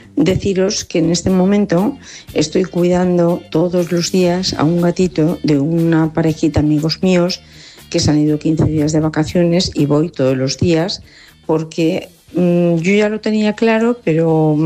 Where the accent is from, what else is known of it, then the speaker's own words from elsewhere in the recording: Valencia, Valencian Community, Spain; soy de Valencia.